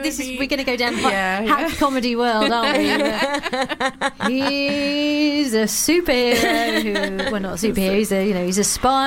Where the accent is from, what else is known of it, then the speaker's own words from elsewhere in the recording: United Kingdom; as British people